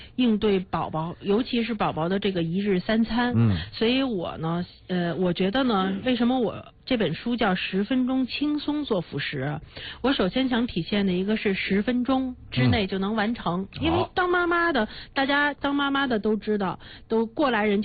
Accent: China; 我们中国人

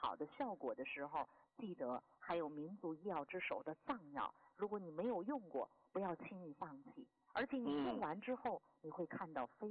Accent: Tibetan areas, China; moved away; 那我小的时候是在藏区

